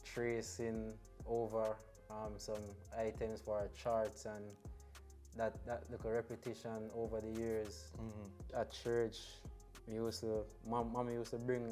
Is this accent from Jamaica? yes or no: yes; Longville Park, Clarendon, Jamaica; I'm from Clarendon, Longville Park. Finished Calabar, thankfully.